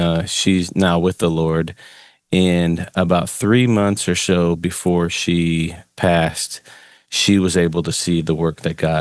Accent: Illinois, United States; You know, I grew up in the Chicago suburb

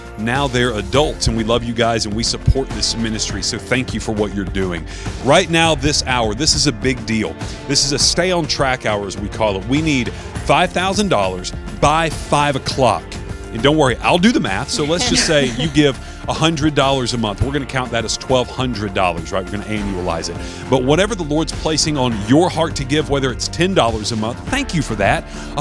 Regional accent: Louisiana, United States; I'm from Louisiana, so I'm going to call out my Louisiana folks

